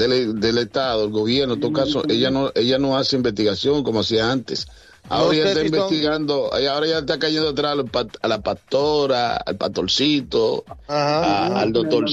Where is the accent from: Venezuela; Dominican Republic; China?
Dominican Republic; este gobierno que tenemos en Dominicana